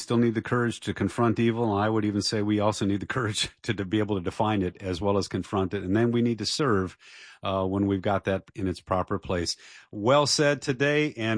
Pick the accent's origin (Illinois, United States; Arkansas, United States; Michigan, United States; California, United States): Michigan, United States; Dearborn; Well, I'm from Dearborn. That's my hometown. And I've done ministry in New York and in LA.